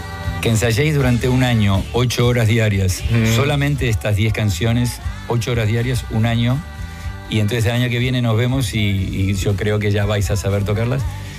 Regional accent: Murcia, Region of Murcia, Spain; y yo decía, pero si soy de Murcia.

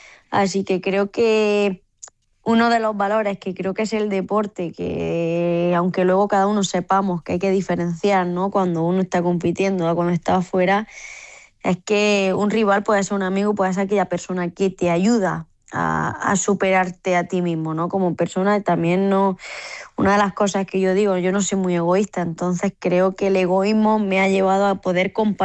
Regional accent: Granada, Andalusia, Spain; para mí como granadina estar a una hora de casa

